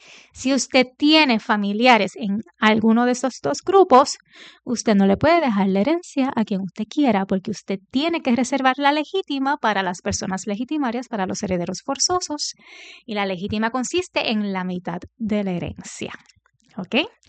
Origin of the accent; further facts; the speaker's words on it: Orocovis, Puerto Rico; una finquita en Orocovis, en mi pueblo